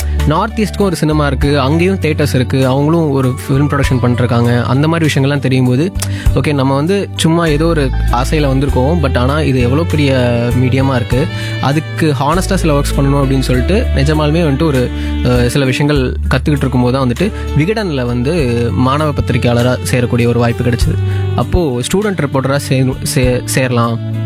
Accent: Tiruppur, Tamil Nadu, India; என்னோட சொந்த ஊர் திருப்பூர்.

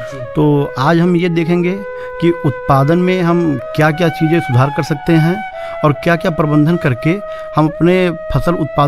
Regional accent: Mankapur, Uttar Pradesh, India; ग्राम post Bhitaura Mankapur का रहने वाला हूँ।

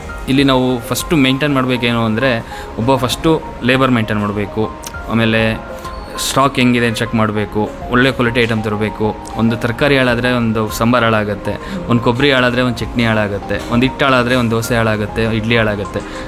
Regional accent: Bidare, Karnataka, India; born there; now in Shivamogga, India; ನಂದು ಬಂದ್ಬಿಟ್ಟು ಬಿದರೆ, ಸ್ವಂತ ಊರು ಬಿದರೆ. ಅಪ್ಪ ಅಮ್ಮ ಅಜ್ಜ ಅಜ್ಜಿ ಮೂಲತಃ ನಾವು ಬಿದರೇನೆ, ಓದಿದ್ದು ಎಲ್ಲ ನಾನು ಶಿವಮೊಗ್ಗದಲ್ಲೇ.

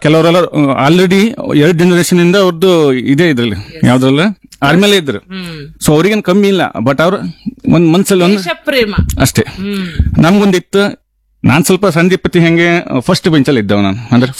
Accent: Basrur, Karnataka, India; also born or lived in Koteshwar; ಬಸರೂರು, ಮೊದಲು ಹುಟ್ಟದ್ದು ಕೋಟೇಶ್ವರ.

